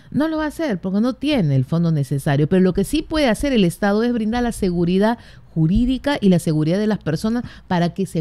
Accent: San Martín, Peru; en mi tierra, ayer hemos estado en algunos lugares de San Martín.

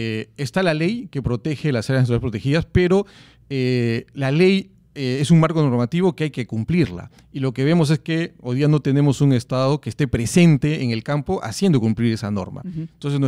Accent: Puerto Maldonado, Madre de Dios, Peru; yo soy de Madre de Dios, Puerto Maldonado de la Selva

